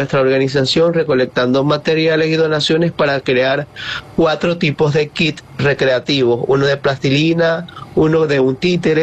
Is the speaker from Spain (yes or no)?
no; Maracaibo, Zulia, Venezuela; accent: maracucho; Y bueno, como maracucho que soy, el acento se enmarca mucho más y es mucho más divertido para ellos porque nunca habían escuchado nuestro acento maracucho.